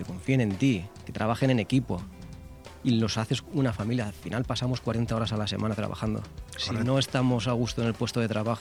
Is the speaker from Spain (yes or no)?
yes; Oliva, Valencian Community, Spain; now in Benidorm, Spain; yo soy de Oliva, por lo cual me queda muy cerquita de casa